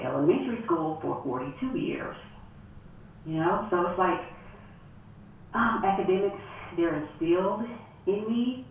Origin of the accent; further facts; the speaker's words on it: Houston, Texas, United States; I was born and raised in Houston, Texas, the great state of Texas.